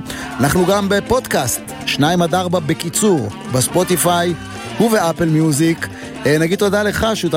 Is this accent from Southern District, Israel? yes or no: no; Kiryat Ono, Tel Aviv District, Israel; אני גדלתי בקריית אונו